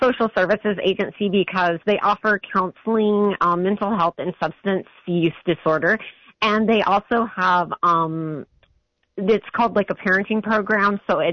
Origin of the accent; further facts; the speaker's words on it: Taylor, Arkansas, United States; Okay, so I grew up in Taylor, Arkansas. It's a little town right on the border of Louisiana.